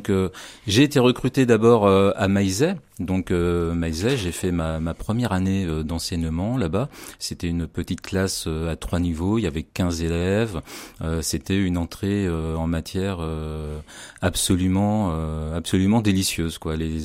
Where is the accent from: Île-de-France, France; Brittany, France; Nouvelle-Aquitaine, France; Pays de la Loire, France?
Pays de la Loire, France; Boussay; moved away as an adult; also born or lived in Nantes; now in La Roche-sur-Yon, France; Moi, j'ai grandi à Bousset, qui est une petite commune à côté de Clisson, dans le sud de la Loire-Atlantique. Mes parents avaient une ferme là-bas. Donc, je suis allé au collège à Clisson, j'ai fait mes études à Nantes